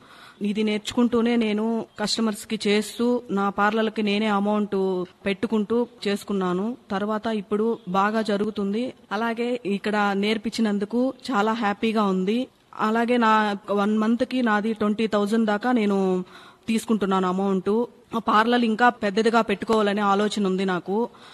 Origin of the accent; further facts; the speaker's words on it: Cherlopalli, Andhra Pradesh, India; నేను తిరుపతి నుంచి చెర్లోపల్లి నుంచి వచ్చాను.